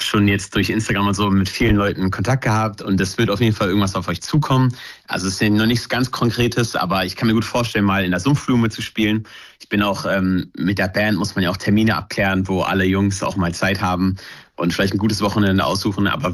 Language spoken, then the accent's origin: German; Hameln, Lower Saxony, Germany; weil ich komme ja aus Hameln